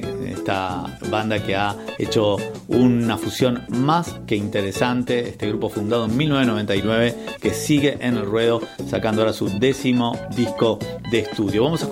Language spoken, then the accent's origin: Spanish; Brazil; muchos recuerdos entrañables de mi familia, de mis amigos, de mi infancia en Brasil.